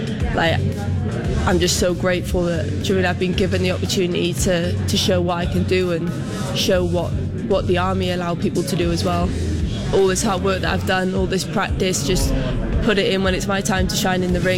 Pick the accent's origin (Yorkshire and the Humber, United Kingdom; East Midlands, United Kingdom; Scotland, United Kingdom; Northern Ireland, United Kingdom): Northern Ireland, United Kingdom; born there; So I grew up a bit all over the place. I was born out in Northern Ireland because my dad was serving.